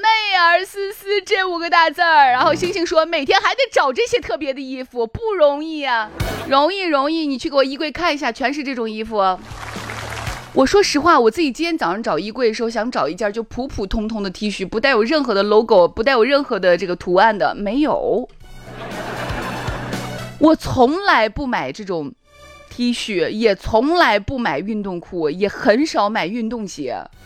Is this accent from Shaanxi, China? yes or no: yes; Shaanxi, China; 我们陕西话每一句话都是这样子的